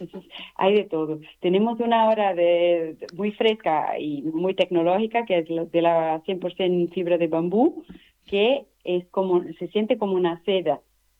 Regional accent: Brazil; now in Madrid, Spain; Bueno, entonces somos brasileños

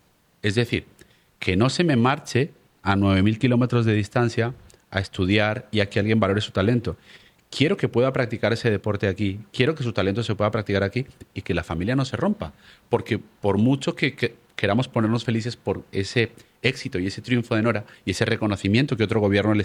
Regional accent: Colombia; moved away as an adult; now in Spain

